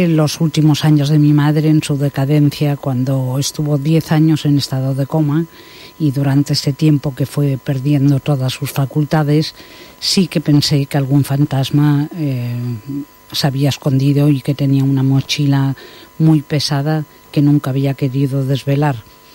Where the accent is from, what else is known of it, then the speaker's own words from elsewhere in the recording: Barcelona, Catalonia, Spain; born there; yo nací en Barcelona, mis padres eran alemanes, se habían conocido aquí y me educaron en la fe católica